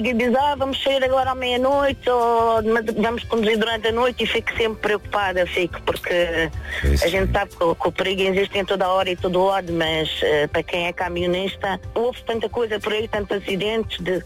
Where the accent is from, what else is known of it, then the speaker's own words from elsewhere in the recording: Porto Santo, Madeira, Portugal; Eu sou da Ilha do Porto Santo, ele é de Óbidos.